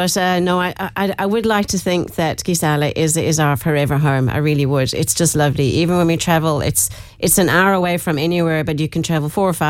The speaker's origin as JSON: {"language": "English", "town": "Dublin", "region": "Leinster", "country": "Ireland", "also_born_or_lived": "South Africa / Botswana", "said": "I'm originally from Dublin. Lived in South Africa for a long time."}